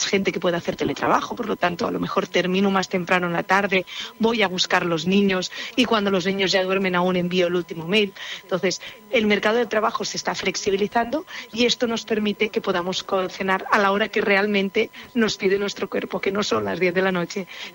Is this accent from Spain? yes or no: yes; Spain; Recordemos que en España somos el país de la Unión Europea que nos íbamos a dormir más tarde